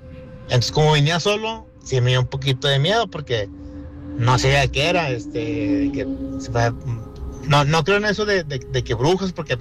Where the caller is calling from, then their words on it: Guadalupe, Nuevo León, Mexico; yo vivo en Guadalupe.